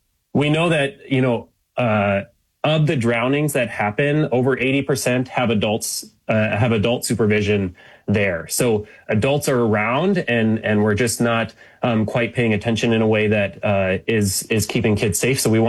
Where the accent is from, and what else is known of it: Federal Way, Washington, United States; born or raised there